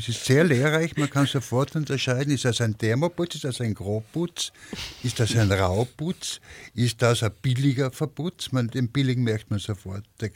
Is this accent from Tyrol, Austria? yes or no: yes; Lienz, Tyrol, Austria; Dann habe ich 2013 in meiner Heimatstadt Lienz ein Profil einer Siedlung gemacht.